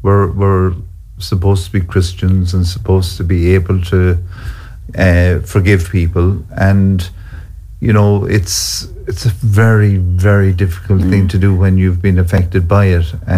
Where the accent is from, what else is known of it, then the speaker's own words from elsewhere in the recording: Kilkenny, County Kilkenny, Ireland; also born or lived in Cork; Lived in Kilkenny. Sure, I was born in Cork. That's the kind of the literal situation. And within 4 or 5 days, back to Kilkenny.